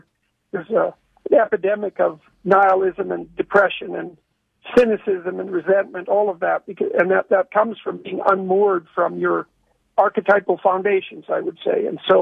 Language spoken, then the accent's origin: English; Canada; I'm impressed, but I'm easily impressed. I'm Canadian, eh? We're easily impressed.